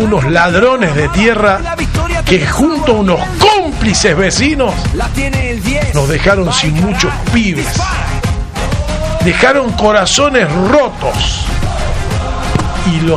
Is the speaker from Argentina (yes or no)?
yes; Argentina; somos más argentinos que nunca